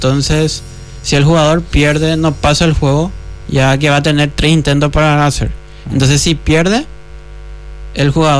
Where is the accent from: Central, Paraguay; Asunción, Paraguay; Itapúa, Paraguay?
Central, Paraguay; Luque; De acá de Luque.